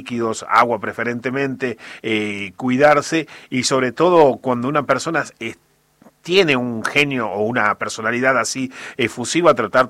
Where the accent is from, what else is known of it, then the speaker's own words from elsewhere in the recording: Argentina; somos los argentinos en general, somos de juntarnos para lo que sea y comer